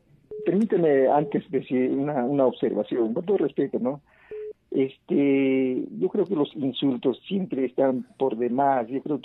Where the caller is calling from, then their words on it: Juliaca, Puno, Peru; aquí, de acá de Juliaca.